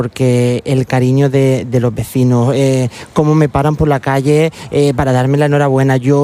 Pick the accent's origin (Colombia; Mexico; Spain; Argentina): Spain; Cieza, Region of Murcia; los ciezanos todos tenemos